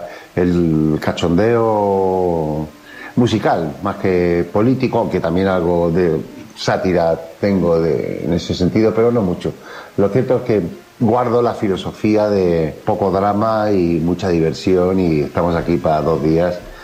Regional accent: Cádiz, Andalusia, Spain; Pues aquí estoy, en Cádiz, yeah, mi tierra

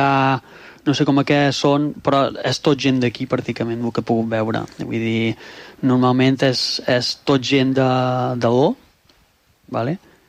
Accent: Maó, Balearic Islands, Spain; jo som de Mo

